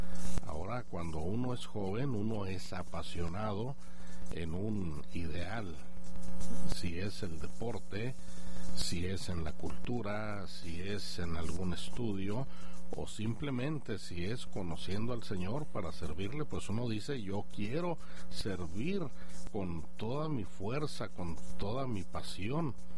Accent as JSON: {"language": "Spanish", "region": "Chihuahua", "country": "Mexico", "tie": "born or raised there", "said": "Yo estaba en la ciudad de Chihuahua, de donde soy originario. En ese tiempo tenía 17 años y recién había conocido al Señor"}